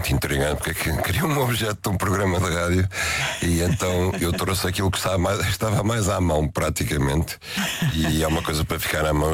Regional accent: Portugal; você é de onde? Eu disse: Portugal

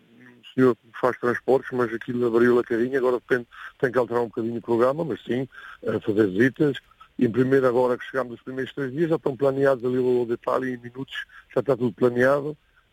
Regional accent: Ferreira de Adornos, Portugal; now in Covilhã, Portugal; Não, eu sou natural, sou de Ferreira de Adornos, mas a minha esposa é que é daqui desta terra.

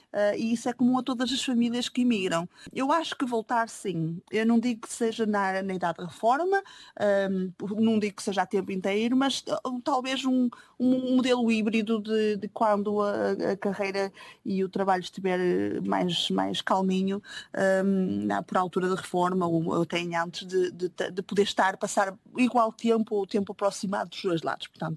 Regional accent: Minho, Portugal; porque é a grande festa, e como minhota faço questão de ir, os meus filhos adoram ir, e a gente está lá, passa lá tempo com os meus pais

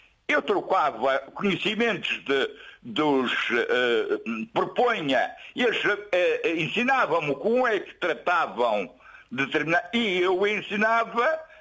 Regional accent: Madeira, Portugal; Eu sou madeirense e fui enfermeiro militar

